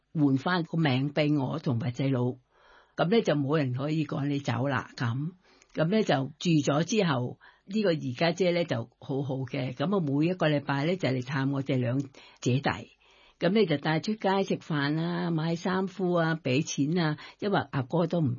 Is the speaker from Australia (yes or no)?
no; Thailand; Cantonese is a second language; 因为我自己又唔敢，即系我哋泰国人咧就。